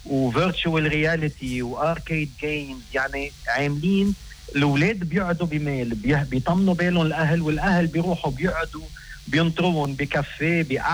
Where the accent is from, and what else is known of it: Lebanon